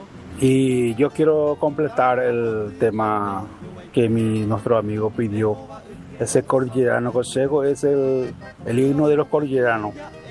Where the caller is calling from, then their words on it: Paraguay; Yo soy de Santa Elena.